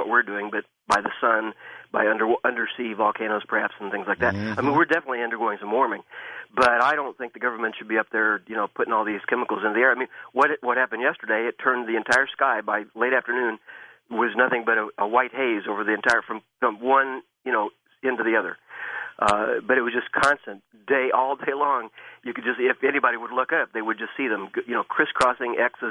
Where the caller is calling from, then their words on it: Illinois, United States; I'm calling from the Midwest.